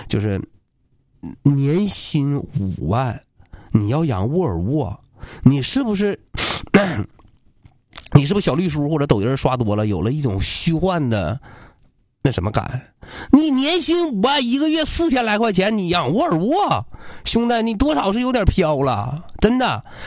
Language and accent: Chinese; Changchun, Jilin, China; 我长春人，我比较支持我们大众。